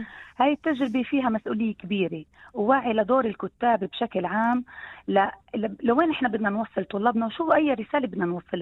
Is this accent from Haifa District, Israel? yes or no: no; Acre, Northern District, Israel; مضبوط، أنا نشأت في عكا وتعلمت في مدرسة رهبات الناصر بحيفا من الصف الأول حتى الجامعة.